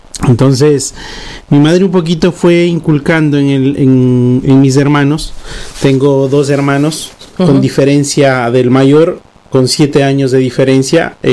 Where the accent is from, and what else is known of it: Ecuador